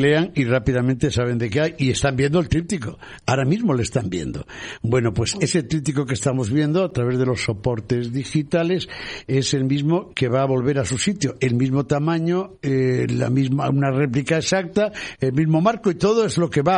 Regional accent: Tamames, Castile and León, Spain; en mi pueblo, en Tamames, que están entre sierras, que es la puerta a la Sierra de Francia

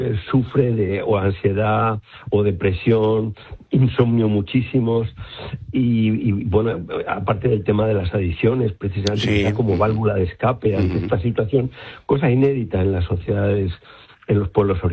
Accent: Madrid, Community of Madrid, Spain; moved away; yo de hecho soy madrileño de Chamberí y me he ido a vivir a la Ar

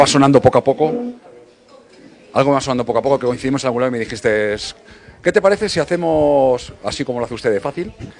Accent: Valladolid, Castile and León, Spain; born or raised there; also born or lived in Alicante

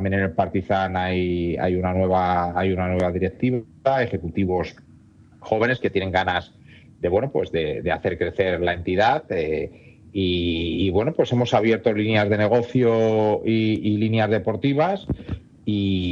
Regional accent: Spain

